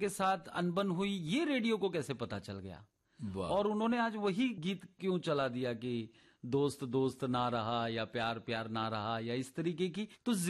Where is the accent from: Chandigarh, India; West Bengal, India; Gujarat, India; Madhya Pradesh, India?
Gujarat, India; Ahmedabad; वो हमारे अहमदाबाद में ही, अहमदाबाद हमारा जो एक मोहल्ला है, जो हमारा गांव है छारा नगर गांव, तो वहां पर रहते थे।